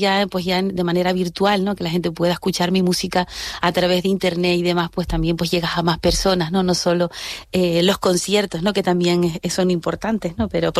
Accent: Canary Islands, Spain; Sí, al final cada vez más canario, me he ido yendo un poco más a mi tierra, ¿no?

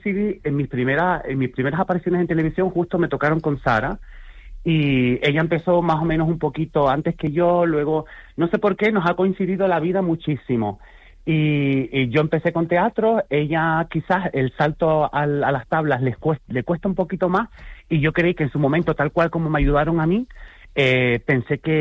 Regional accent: Canary Islands, Spain; tú sabes que el carácter del canario es así

